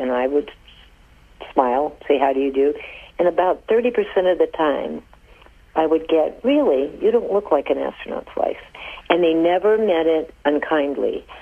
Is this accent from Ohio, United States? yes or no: yes; Medina, Ohio, United States; also born or lived in Alliance / Palm Beach; now in Tallahassee, United States; I'm from a small town in Ohio. I grew up in Medina. I was raised in Alliance and born in Alliance and spent some time there, but really raised in Medina, went to high school there, and love being from a small town.